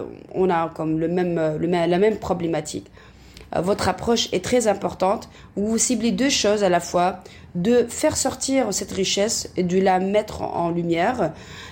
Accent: Tunisia; je suis tunisienne

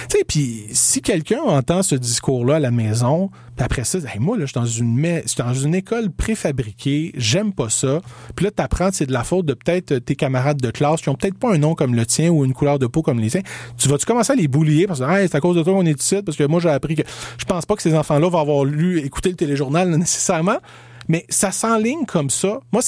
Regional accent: Quebec, Canada; born there; Moi, je suis né ici au Québec.

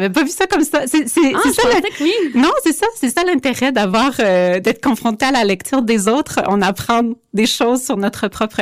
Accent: Canada; now in Montreal, Canada; Je suis pas née en Acadie, mais j'ai grandi là-bas. Mm-hmm. L'identité, c'est malléable, mais je pense quand même que je suis acadienne quelque part en moi.

